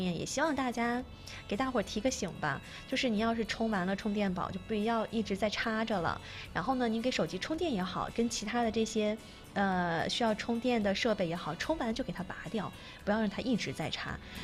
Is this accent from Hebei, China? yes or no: yes; Hebei, China; now in Jinzhou, China; 我是河北的，我们那边都要插座，就是正常就说插座，就叫插座，来东北之后呢说插排啊，我现在也会习惯性的叫它插排。